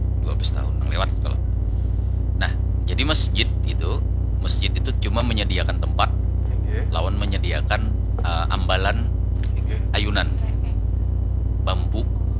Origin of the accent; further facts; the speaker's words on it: South Kalimantan, Indonesia; Itu membuktikan peninggalan orang-orang Bahari yang masih melekat di wadah kita orang Banjar.